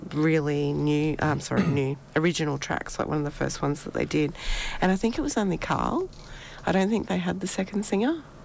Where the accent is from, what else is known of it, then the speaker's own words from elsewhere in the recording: Gympie, Queensland, Australia; I grew up in Gympie and we had nothing.